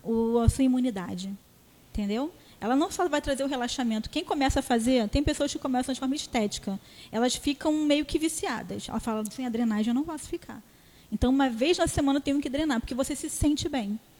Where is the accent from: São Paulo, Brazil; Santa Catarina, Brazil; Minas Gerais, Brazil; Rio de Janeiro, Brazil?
Rio de Janeiro, Brazil; Niterói; now in Cabo Frio, Brazil; Eu sou de Niterói, mas eu estou aqui em Cabo Frio há quase 18 anos.